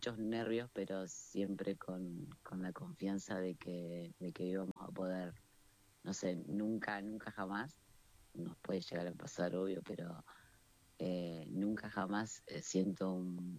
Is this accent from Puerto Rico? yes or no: no; Argentina; nosotros somos argentos, pero como nadie.